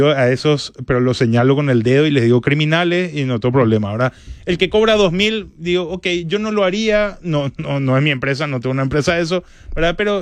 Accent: Paraguay; si me preguntan a mí como paraguayo en Paraguay, no compraría un piso ni aunque me ponga una escopeta en la frente

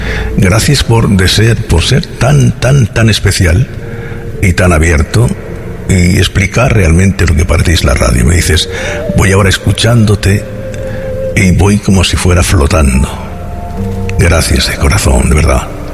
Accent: Region of Murcia, Spain; yo soy murciano. Segundo, porque ahí, de ahí nacieron todas mis raíces.

